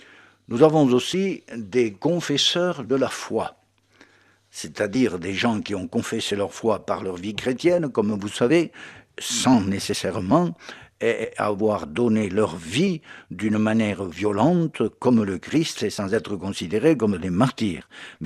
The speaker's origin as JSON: {"language": "French", "country": "France", "said": "Chez nous, en France"}